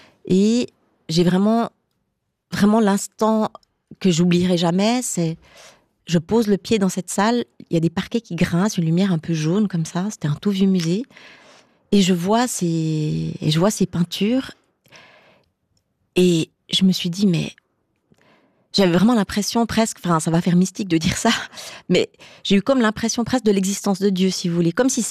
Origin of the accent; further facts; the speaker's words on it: Fribourg, Switzerland; je veux vraiment dire que je suis tout à fait fribourgeoise. Ma maman est fribourgeoise et j'ai grandi à Fribourg.